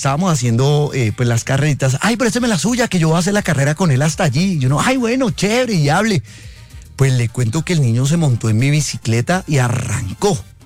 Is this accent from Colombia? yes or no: yes; Popayán, Cauca, Colombia; Soy de Popayán, escucho.